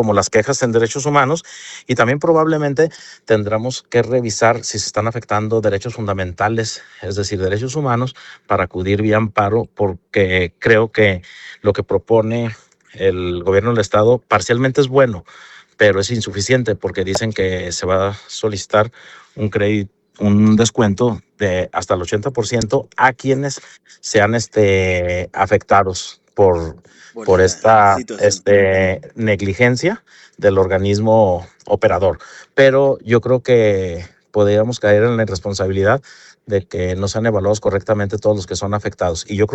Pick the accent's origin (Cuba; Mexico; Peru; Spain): Mexico; Guadalajara, Jalisco; yo también soy de Guadalajara, son mis vecinos